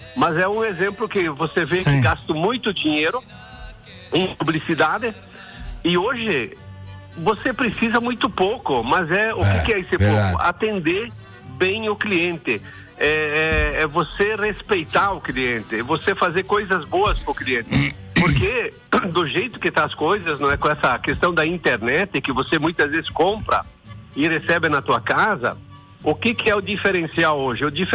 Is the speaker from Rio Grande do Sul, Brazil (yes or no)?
no; Concórdia, Santa Catarina, Brazil; da onde que tu é? Concórdia.